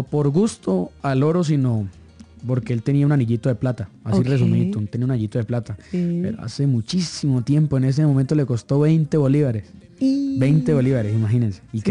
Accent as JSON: {"language": "Spanish", "town": "Cúcuta", "region": "Norte de Santander", "country": "Colombia"}